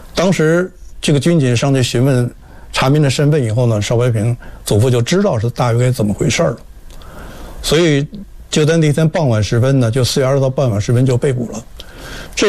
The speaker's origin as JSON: {"language": "Chinese", "region": "Beijing", "country": "China", "said": "他就从六国饭店，按我们北京人都知道，就从那个现在虎王桥那个地方从南口进来"}